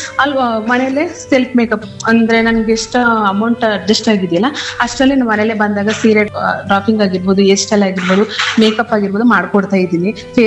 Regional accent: Maliyur, Karnataka, India; ನಮ್ದು ಮಳಿಯೂರು. ನಾವು ಮಳಿಯೂರಿಂದ ಬಾಡಿಗೆಗೆ ಕೋಟೆ ಹುಂಡಿಗೆ ಬಂದ್ವಿ.

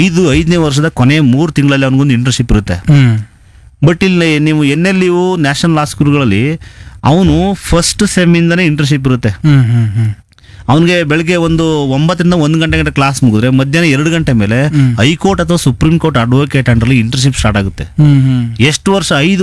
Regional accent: Mysuru district, Karnataka, India; ನಮ್ಮ ಕೋಟೆಯಲ್ಲಿ ಸೈನ್ಸ್ ಕಾಲೇಜ್ಗಳು ಒಂದಷ್ಟು ಆಗಿದೆ.

